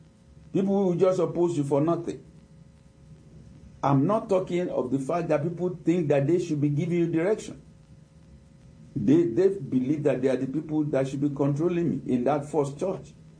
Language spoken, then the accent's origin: English; Nigeria; We grew up together in Nigeria